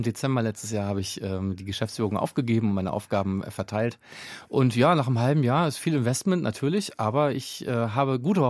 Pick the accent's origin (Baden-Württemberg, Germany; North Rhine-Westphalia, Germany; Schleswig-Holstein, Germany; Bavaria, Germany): Schleswig-Holstein, Germany; now in Magdeburg, Germany; Ich bin gebürtiger Kieler und auf einem kleinen Dorf neben Kiel groß geworden, quasi hinterm Deich.